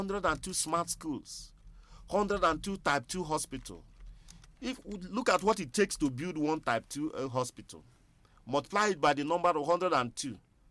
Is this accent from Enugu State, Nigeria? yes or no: yes; Nsukka, Enugu State, Nigeria; I am from Nsukka